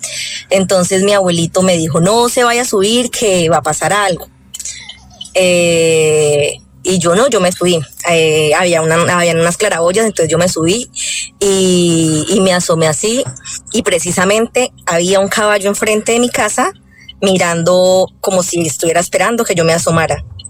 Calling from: Espinal, Tolima, Colombia; Yo soy del Tolima, especialmente Espinal.

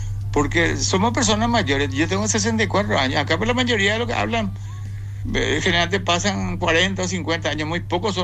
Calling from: Fernando de la Mora, Central, Paraguay; Vivo en Fernando de la Mora, zona sur.

